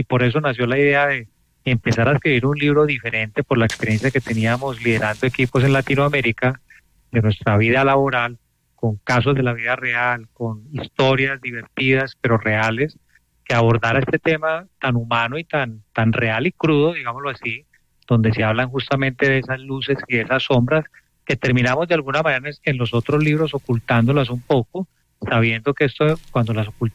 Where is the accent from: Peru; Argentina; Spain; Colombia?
Colombia; Cali, Valle del Cauca; actualmente en Cali, pero he estado viviendo en otros países y en otras ciudades, pero hoy creo que Cali será, soy caleño y Cali será mi destino por bastantes años.